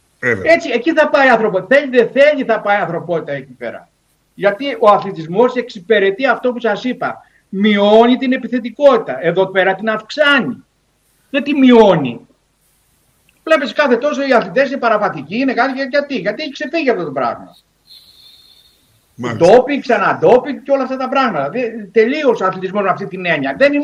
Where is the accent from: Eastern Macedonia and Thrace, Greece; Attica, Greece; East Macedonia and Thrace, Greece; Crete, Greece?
Crete, Greece; γιατί αν πετάω εγώ το ακόντιο από εδώ που είμαι από την Κρήτη μέχρι την Αθήνα